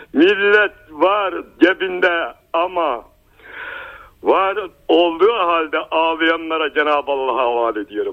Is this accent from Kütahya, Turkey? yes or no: yes; Kütahya, Turkey; born there; Ben köyde oturdum. Köyde büyüdüm. Çıtahya'ya yerleştim.